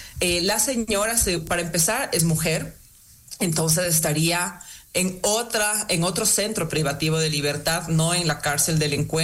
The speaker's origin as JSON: {"language": "Spanish", "country": "Ecuador", "said": "quiero creer como ecuatoriana"}